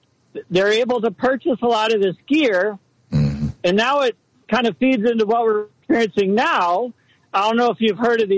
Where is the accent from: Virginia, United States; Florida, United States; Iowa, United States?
Florida, United States; Miami; moved away; also born or lived in Madison, United States; So I am a Gen X, 50 years old. I was born in Miami, Florida, grew up there in the 80s.